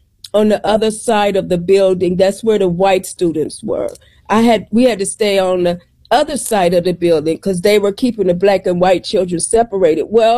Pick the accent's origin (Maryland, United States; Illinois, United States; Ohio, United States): Ohio, United States; Dayton; Dayton, Ohio.